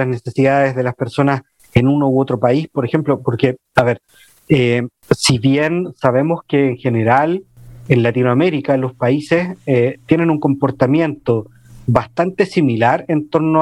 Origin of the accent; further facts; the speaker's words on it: Chile; como decimos acá en Chile